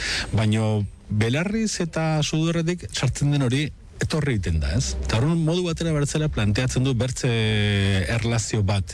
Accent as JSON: {"language": "Basque", "town": "Bera", "region": "Navarre", "country": "Spain", "tie": "born or raised there", "also_born_or_lived": "Lesaka", "said": "Lezakarra naiz jaiotzez, Beratarra etxez edo"}